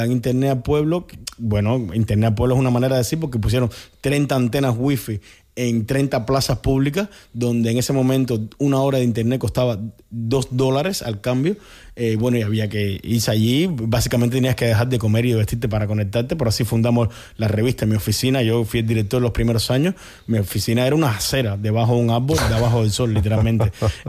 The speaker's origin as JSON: {"language": "Spanish", "country": "Cuba", "said": "como buen cubano y como te puedes dar cuenta, cuando entré a la universidad me como todas las R, todas las S, hablo rápido, me trastabillo."}